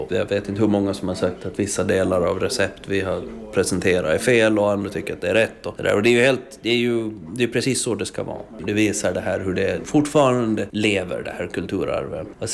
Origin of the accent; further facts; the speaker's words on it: Åland, Finland; Ja, vi är ju alla ålänningar, vi vet ju att man kan fara till Sverige, man kan fara till Finland, man kan fara ut i världen. Men alla kom tillbaks för vårfågeljakten.